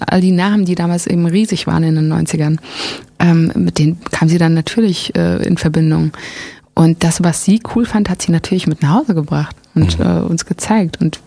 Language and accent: German; Frankfurt am Main, Hesse, Germany; first language German; Ich bin in Frankfurt am Main geboren, richtig.